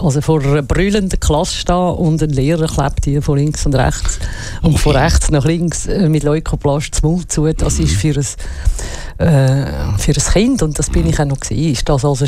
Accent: Zurich, Switzerland; Nein, ich bin Zürcher, ich bin in Zürich aufgewachsen, in Zürich in die Schule und halt immer noch sehr stark mit Zürich verbunden.

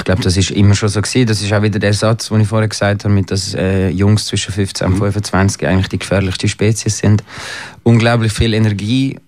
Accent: Switzerland; born there; Ich bin 1990 in der Schweiz geboren.

